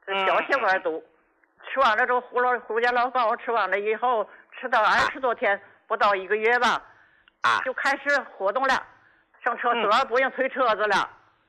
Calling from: Qinhuangdao, Hebei, China; 我是秦皇岛的。

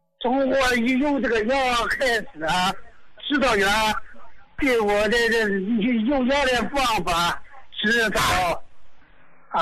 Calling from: Dalian, Liaoning, China; 我是大连的。

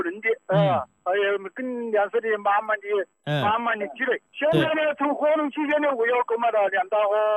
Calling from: Suzhou, Jiangsu, China; 我是苏州桥关。

